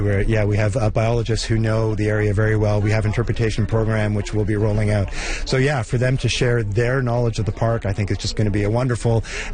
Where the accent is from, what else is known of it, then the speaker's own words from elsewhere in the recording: Toronto, Ontario, Canada; I didn't mention this, but I grew up in Toronto, but in the 1970s when I was a wee lad, my parents actually came here and camped